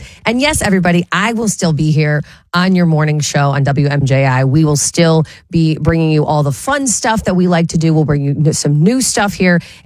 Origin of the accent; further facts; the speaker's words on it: Ohio, United States; I grew up here. I grew up listening to Magic in the mornings.